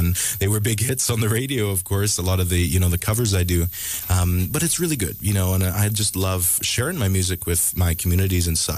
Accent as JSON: {"language": "English", "town": "Sucker Creek", "region": "Alberta", "country": "Canada", "said": "That's, you know, I'm from Sucker Creek, but Big Stone is, I have lots of family from there."}